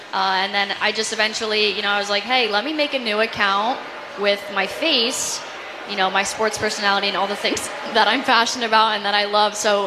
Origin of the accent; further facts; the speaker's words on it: Lancaster, Pennsylvania, United States; also born or lived in Philadelphia; So, I'm actually from Lancaster, Pennsylvania.